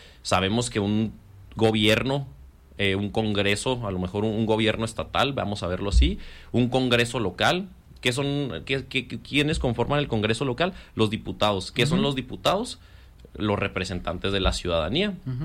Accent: Vicente Guerrero, Chihuahua, Mexico; Guerrero, que yo soy de Guerrero, originario de ahí.

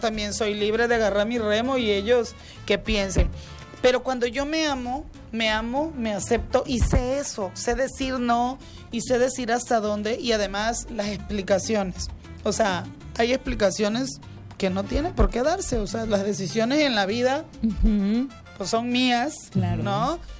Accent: Tabasco, Mexico; Yo soy de aquí de Tabasco y me gusta remar.

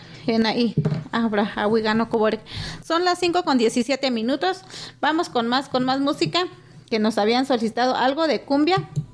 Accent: Cerquitas, Mexico; Pues yo soy aquí de Cerquitas.

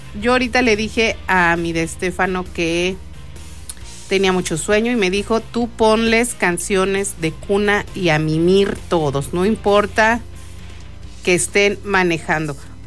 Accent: Mexico; somos mexicanos, somos más orgullosos que nada

